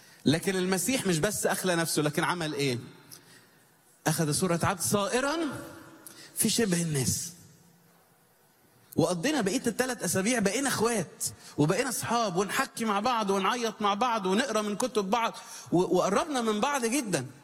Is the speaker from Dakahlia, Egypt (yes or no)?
no; Cairo, Cairo Governorate, Egypt; وأنا جاي من القاهرة